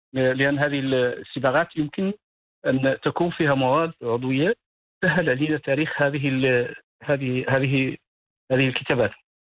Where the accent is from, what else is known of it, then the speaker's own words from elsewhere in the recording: Moroccan Sahara, Morocco; عندنا في الصحراء